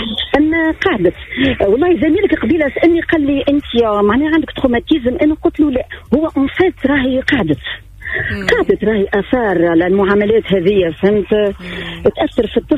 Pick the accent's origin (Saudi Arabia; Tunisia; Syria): Tunisia; La Goulette, Tunis Governorate; moved away as an adult; قلت لها انا حلق بادرة وني قريت في المكتبة الابتدائية حلق له تكون مدير.